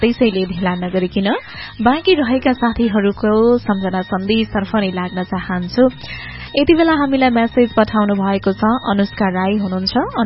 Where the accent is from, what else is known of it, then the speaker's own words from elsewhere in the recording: Taplejung, Koshi Province, Nepal; मेरो घर ताप्लेजुङ हालिवेदेखि हो।